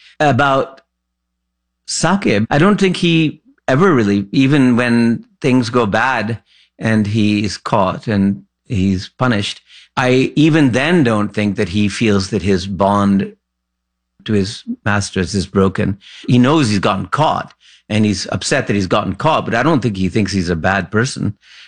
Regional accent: Lahore, Punjab, Pakistan; I was brought up in Lahore

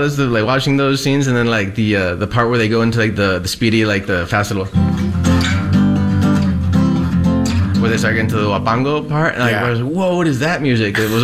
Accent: Sacramento, California, United States; I grew up also in Sacramento.

